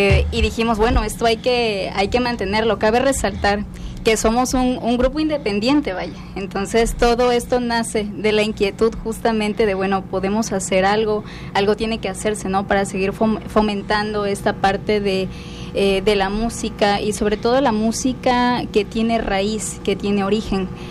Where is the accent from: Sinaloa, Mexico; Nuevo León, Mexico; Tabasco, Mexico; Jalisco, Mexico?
Tabasco, Mexico; nuestro ser como mexicanos, también como tabasqueños.